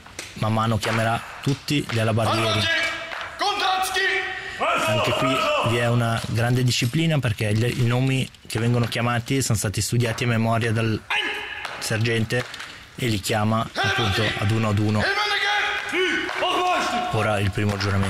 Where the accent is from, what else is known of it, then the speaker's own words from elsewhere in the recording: Bellinzona, Ticino, Switzerland; La regione da dove vengo io, il Ticino, si parla italiano solamente.